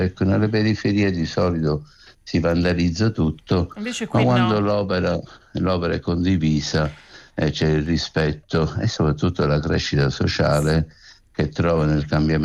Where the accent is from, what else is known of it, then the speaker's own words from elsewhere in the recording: Sicily, Italy; io da siciliano